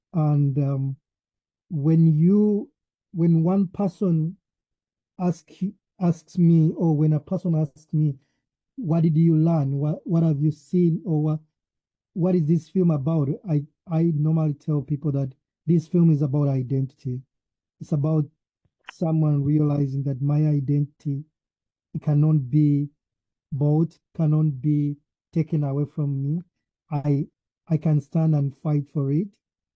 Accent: Uganda; born there; I'm a simple guy. I was born in Uganda. I've lived in most parts of the world due to my journey with education.

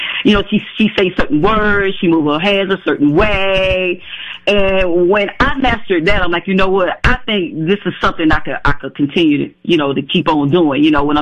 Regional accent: Macon, Georgia, United States; I grew up in Macon, Georgia.

